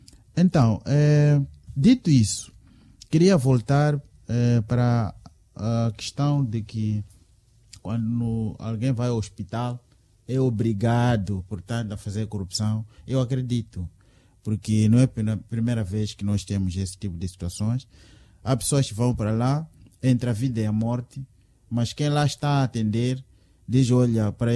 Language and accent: Portuguese; Mozambique; O que nós temos que fazer é nos unirmos como moçambicanos